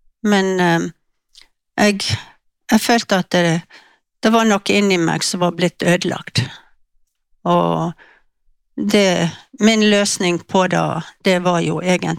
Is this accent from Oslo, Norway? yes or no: no; Austevoll, Vestland, Norway; now in Bergen, Norway; jeg vokste opp i Austevoll i bygd som heter Kolbensvik. Der bodde jeg sammen med mine foreldre og tre søsken, to eldre brødre og en yngre søster.